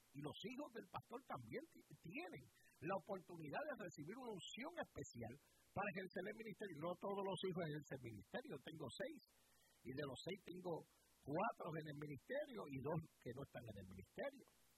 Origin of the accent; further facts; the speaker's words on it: Caguas, Puerto Rico; ahí está en tremenda obra en el pueblo mío, cerquita donde yo me crié, en Río Caña, por el sector, se llama eso, La Ponderosa.